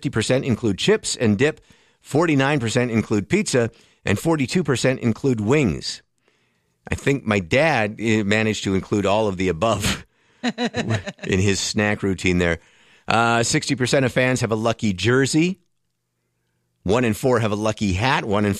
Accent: Saskatchewan, Canada; Growing up in Saskatchewan

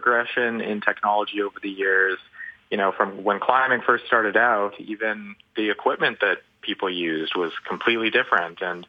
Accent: Calgary, Alberta, Canada; I mean, I grew up in Calgary

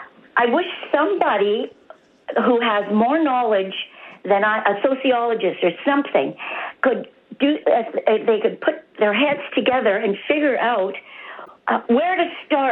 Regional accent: Thunder Bay, Ontario, Canada; I didn't grow up with anything like this in my entire life. I'm from Thunder Bay.

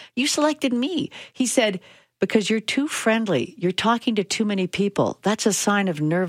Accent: Canada; I just told him, I'm not too friendly. I'm Canadian.

